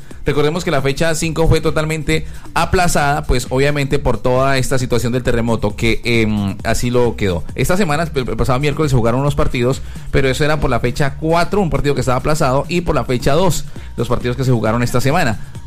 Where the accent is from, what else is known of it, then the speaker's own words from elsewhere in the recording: Colombia; hablar como colombianos.